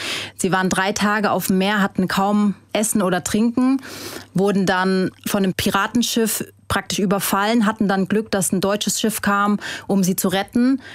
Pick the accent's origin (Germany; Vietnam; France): Vietnam; first language Vietnamese; German is a second language; also meine Muttersprache theoretisch vietnamesisch ist, auch wenn ich vietnamesisch nicht fließend spreche.